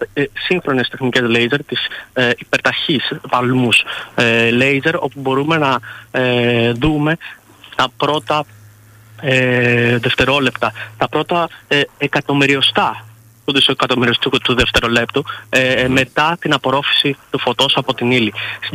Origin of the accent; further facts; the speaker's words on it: Patras, Western Greece, Greece; moved away as an adult; Εγώ είμαι κάτοικος Πάτρας.